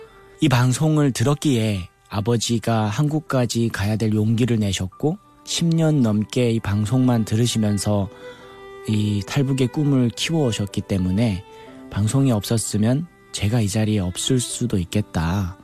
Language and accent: Korean; Chongjin, North Hamgyong, North Korea; now in Seoul, South Korea; 저는 함경북도 청진에서 태어나서 살다가 2009년부터 대한민국 서울에 살고 있는